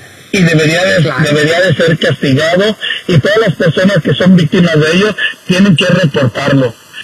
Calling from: Sacramento, California, United States; Buenos días, Andrea, a todos en cabina, aquí de Sacramento.

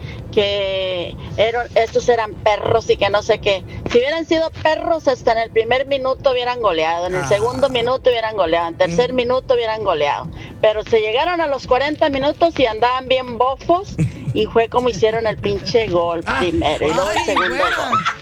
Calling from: Mexico; porque sea mexicana y porque somos todos mexicanos

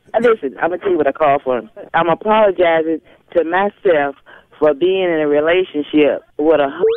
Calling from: Norfolk, Virginia, United States; I'm calling from Norfolk.

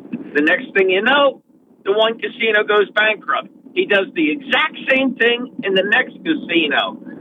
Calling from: Norwich, New York, United States; I'm from Norwich.

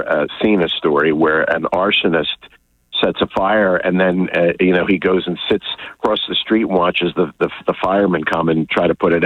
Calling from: Brigantine, New Jersey, United States

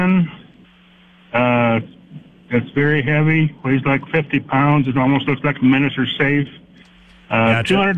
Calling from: Beresford, South Dakota, United States; from Beresford.

